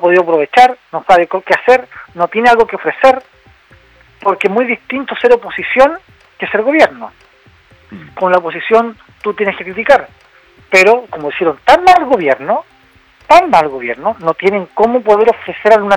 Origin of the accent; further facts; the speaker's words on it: Iquique, Tarapacá, Chile; yo soy de Iquique, trabajo en Puerto Montt, la Universidad Austral, pero soy de Iquique, mi vida está en Iquique